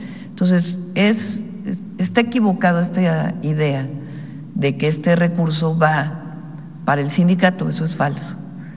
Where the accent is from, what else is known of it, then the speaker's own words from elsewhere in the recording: Mexico; por lo que son las familias mexicanas o lo que somos las familias mexicanas.